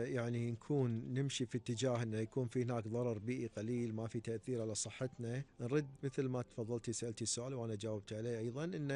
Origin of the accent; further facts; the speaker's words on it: Kuwait; إحنا عندنا بالكويت